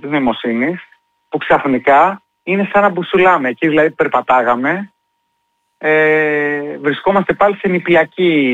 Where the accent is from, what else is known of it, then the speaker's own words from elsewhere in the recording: Greece; έχουμε μάθει σαν Έλληνες στα δύσκολα.